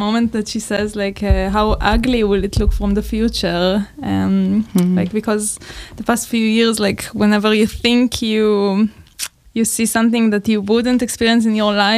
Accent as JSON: {"language": "English", "town": "Herzliya", "region": "Tel Aviv District", "country": "Israel", "tie": "born or raised there", "moved": "as an adult", "said": "I grew up in Herzliya. It's a city north to Tel Aviv."}